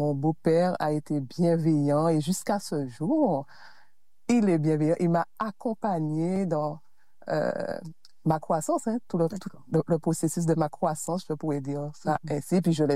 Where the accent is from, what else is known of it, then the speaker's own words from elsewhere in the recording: Le Robert, Martinique; j'ai grandi au Robert. Hein? Je suis née en Martinique.